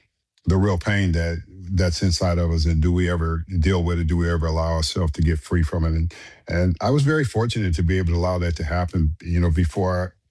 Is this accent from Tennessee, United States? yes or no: no; Los Angeles, California, United States; born or raised there